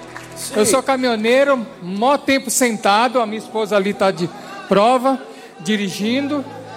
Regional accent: Itapecerica da Serra, São Paulo, Brazil; Mandou lá de volta, eu sou de Itapecerica da Serra.

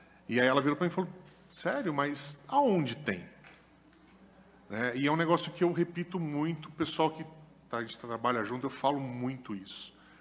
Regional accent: Praia Grande, São Paulo, Brazil; Lá eu sou de Praia Grande, lá no edital do Paulo Gustavo e no PNAB são 3 vagas para obras literárias.

